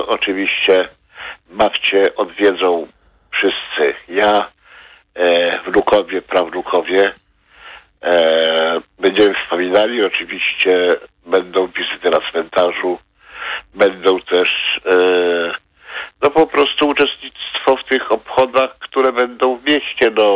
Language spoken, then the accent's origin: Polish; Warsaw, Masovian Voivodeship, Poland; born there; jako warszawiak od, no, wielu, wielu pokoleń.